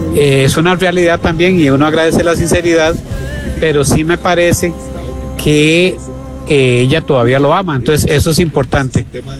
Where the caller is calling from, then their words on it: Escazú, San José, Costa Rica; de Escazú